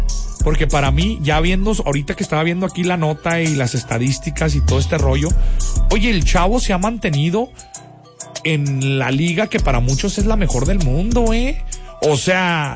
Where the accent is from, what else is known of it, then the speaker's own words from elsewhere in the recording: Mexico; nosotros como mexicanos, o sea, somos feos como mexicanos, muchachos, en serio. A ver, y yo también me cuento